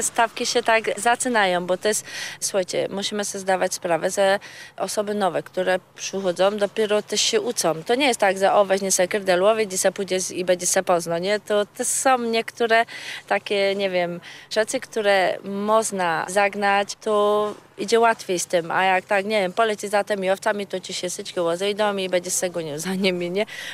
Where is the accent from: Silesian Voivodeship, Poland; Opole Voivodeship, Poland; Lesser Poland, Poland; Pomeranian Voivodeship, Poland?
Lesser Poland, Poland; Ząb; jestem ze Zębu